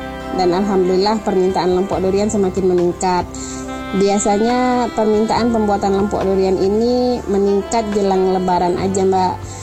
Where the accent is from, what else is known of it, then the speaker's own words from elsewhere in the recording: Riau, Indonesia; born there; Sama seperti daerah kelahiran saya di Riau, di sana dinamakan lempok durian.